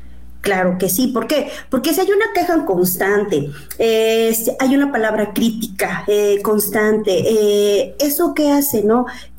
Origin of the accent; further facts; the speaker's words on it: Chiapas, Mexico; vengo de Chiapas